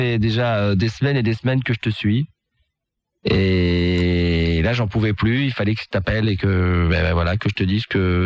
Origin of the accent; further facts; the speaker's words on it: Carpentras, Provence-Alpes-Côte d'Azur, France; Oui, je suis de Carpentras aussi, ouais.